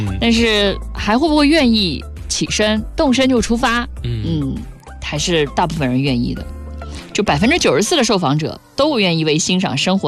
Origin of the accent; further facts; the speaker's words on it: Nanjing, Jiangsu, China; 作为南京人真的其实挺骄傲的